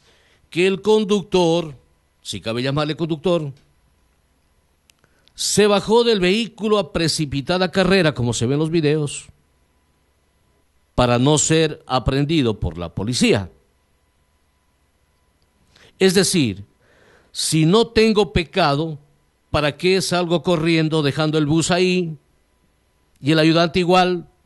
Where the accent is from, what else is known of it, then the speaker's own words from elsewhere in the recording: Macas, Morona Santiago, Ecuador; los que somos de Macas